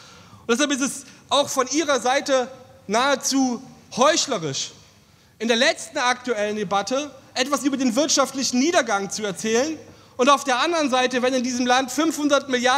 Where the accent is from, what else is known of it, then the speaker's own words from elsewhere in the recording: East Germany, Germany; dann müssen auch wir als Ostdeutsche selbstbewusst auftreten.